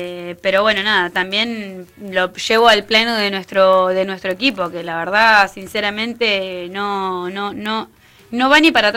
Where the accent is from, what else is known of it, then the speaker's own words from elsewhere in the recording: Argentina; yo soy argentina, yo soy tan argentina